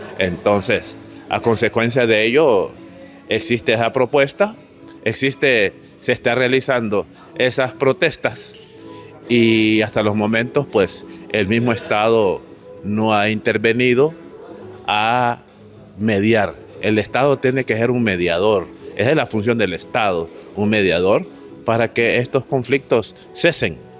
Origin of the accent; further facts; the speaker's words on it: Honduras; born there; nuestros antepasados fueron los que llegaron acá, a nuestro país, pero nosotros somos hondureños, nacidos en Honduras